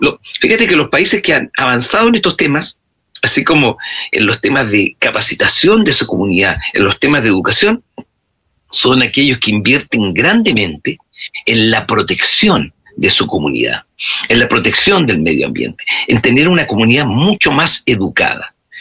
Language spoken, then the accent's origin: Spanish; Chile; Comenzamos a pelearlos como chilenos.